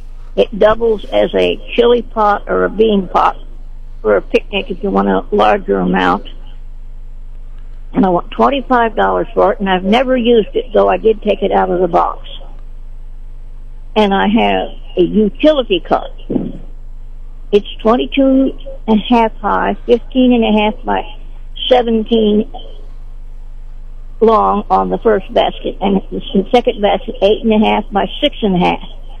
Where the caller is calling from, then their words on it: Sedalia, Missouri, United States; I'm calling from Sedalia.